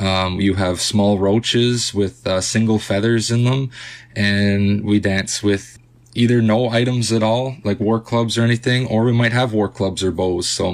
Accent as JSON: {"language": "English", "town": "Curve Lake First Nation", "region": "Ontario", "country": "Canada", "said": "I'm from Curve Lake First Nation originally."}